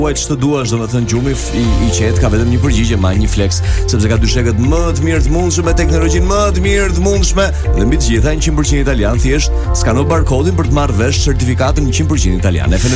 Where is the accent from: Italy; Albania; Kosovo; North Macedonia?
Albania; Peshkopi, Dibër County; Jo, po jam nga Peshkopia.